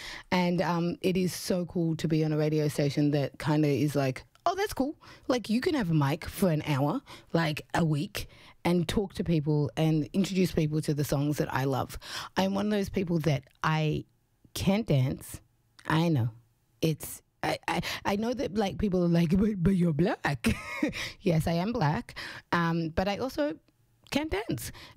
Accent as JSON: {"language": "English", "country": "Uganda", "also_born_or_lived": "Australia", "said": "So one of them is from my hometown. Now, when I say my hometown, I am Ugandan, Australian, and I adore, like, Ugandan music."}